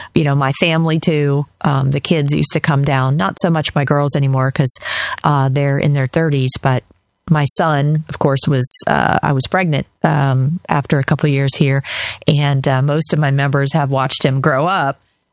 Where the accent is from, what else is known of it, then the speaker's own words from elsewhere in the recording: St. Pete Beach, Florida, United States; I grew up on St. Pete Beach